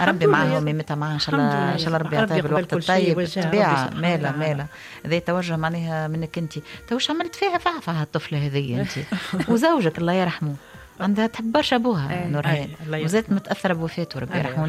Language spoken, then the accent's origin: Arabic; Sfax, Sfax Governorate, Tunisia; انا 10 سنين تربيت في صفاقس بلاد الفن والموسيقى